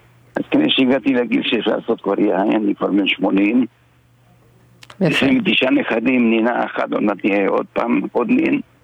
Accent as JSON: {"language": "Hebrew", "country": "Argentina", "moved": "yes", "lives_now": "Israel", "said": "אני מארגנטינה"}